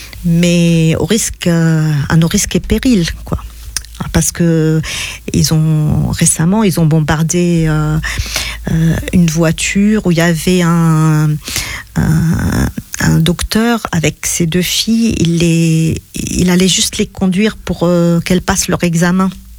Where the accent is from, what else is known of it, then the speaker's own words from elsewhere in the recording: South Governorate, Lebanon; also born or lived in Beirut; en fait, je suis originaire du sud.